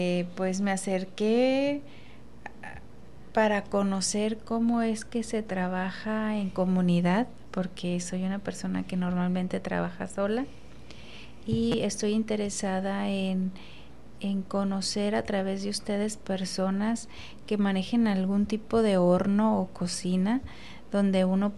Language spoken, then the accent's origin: Spanish; Mexicali, Baja California, Mexico; Soy de Mexicali, Baja California.